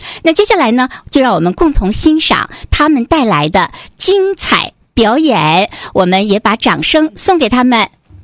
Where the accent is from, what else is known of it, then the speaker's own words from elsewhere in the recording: Changchun, Jilin, China; born there; 作为长春人，我觉得生在这块土地上，我们会感觉非常的幸福